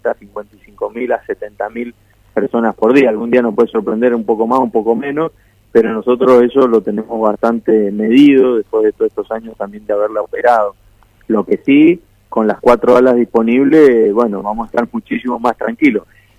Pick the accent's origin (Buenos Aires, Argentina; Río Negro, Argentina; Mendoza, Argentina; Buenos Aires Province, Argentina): Mendoza, Argentina; soy mendocino, soy emprendedor, empresario mendocino